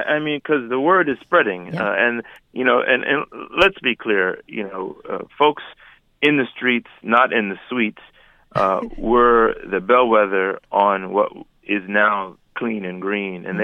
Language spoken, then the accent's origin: English; Detroit, Michigan, United States; born or raised there